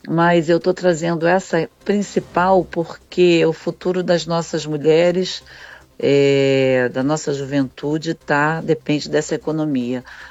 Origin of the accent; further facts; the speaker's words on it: Maricá, Rio de Janeiro, Brazil; Eu sou de Maricá, mas tenho também residência em Arraial